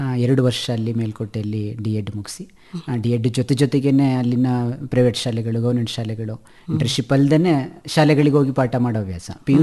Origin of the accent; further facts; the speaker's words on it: Santebachahalli, Karnataka, India; ಸಂತೆಬಚ್ಚರ್ಲಿ ನನ್ನ ಊರು.